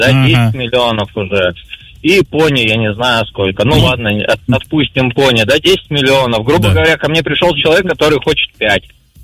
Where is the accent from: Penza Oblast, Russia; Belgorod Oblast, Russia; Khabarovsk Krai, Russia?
Khabarovsk Krai, Russia; Khabarovsk; Я вообще с Хабаровска